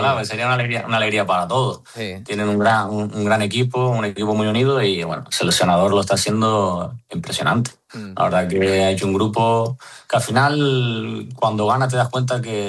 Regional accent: Arguineguín, Canary Islands, Spain; now in Madrid, Spain; Ahora sí que estuve en verano en mi pueblo, en Arguineguilla, entrené con el equipo

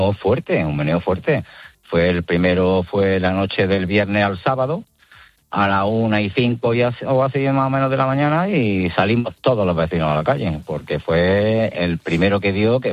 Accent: Andalusia, Spain; como todos los pueblos de Granada, pero casi todos somos de Granada.

